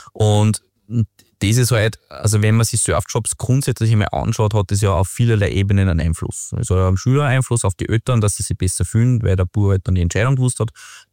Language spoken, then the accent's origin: German; Austria; Wir sind sehr privilegiert bei uns in Österreich.